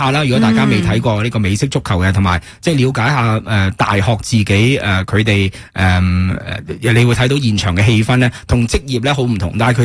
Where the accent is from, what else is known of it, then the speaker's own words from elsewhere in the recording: Hong Kong; moved away; 因为我哋系香港嚟嘅